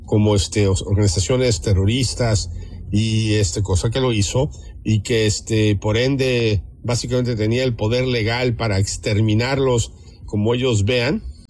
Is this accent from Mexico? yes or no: yes; Mexico; moved away; lo digo contundentemente como mexicano que vive en el extranjero.